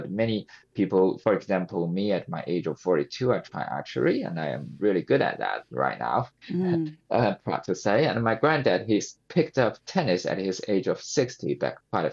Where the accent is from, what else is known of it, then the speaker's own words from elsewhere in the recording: Nanjing, Jiangsu, China; also born or lived in Hull; my hometown, Nanjing, which is also a very large city in China.